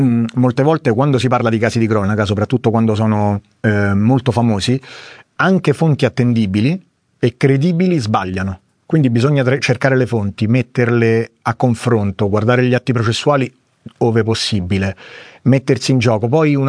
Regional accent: Rome, Lazio, Italy; accent: Roman; Però vengo da Centocelle, quindi noi a Centocelle lì parlano proprio, quindi io mi trattengo

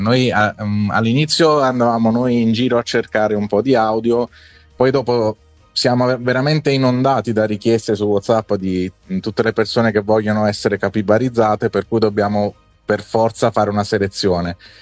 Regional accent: Naples, Campania, Italy; io lo dico da napoletano

